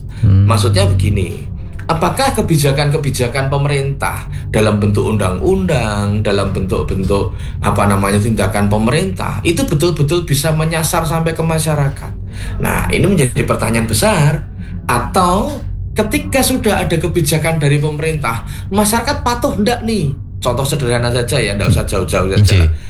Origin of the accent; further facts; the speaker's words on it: Surakarta, Central Java, Indonesia; saya sebagai orang Solo ya, KTP saya itu Solo. Itu zaman saya kecil dulu itu senang sekali bersepeda, itu melewati jalur lambat.